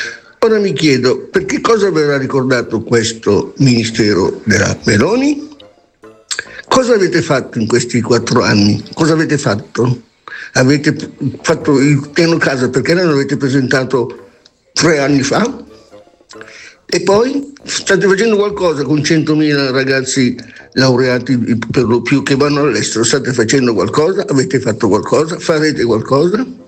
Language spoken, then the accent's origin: Italian; Apulia, Italy; born there; io sono nato in Puglia in una casa Fanfani.